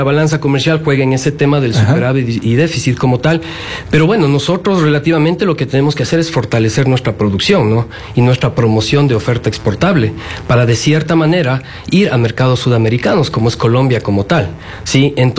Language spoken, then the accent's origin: Spanish; Ecuador; nosotros como ecuatorianos